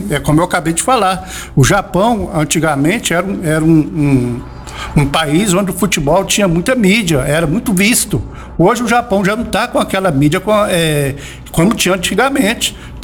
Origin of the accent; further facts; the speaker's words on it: Brazil; Sou brasileiro, vou torcer para o Brasil